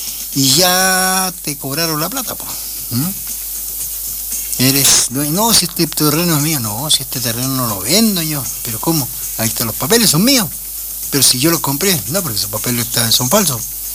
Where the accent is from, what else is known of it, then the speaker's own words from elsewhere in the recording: Chile; Como los peruanos dicen el pe, nosotros decimos po.